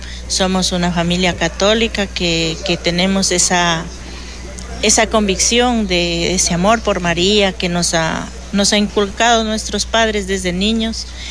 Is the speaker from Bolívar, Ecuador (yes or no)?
yes; Bolívar, Ecuador; moved away; Nosotros somos de la provincia de Bolívar, venimos de la provincia de Bolívar y venimos aquí a Leno y nos hemos quedado aquí.